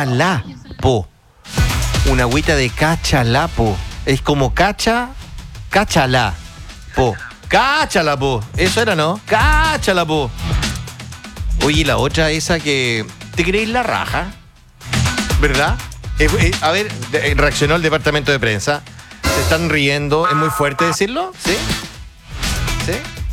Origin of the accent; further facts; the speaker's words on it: Chile; nosotros, los chilenos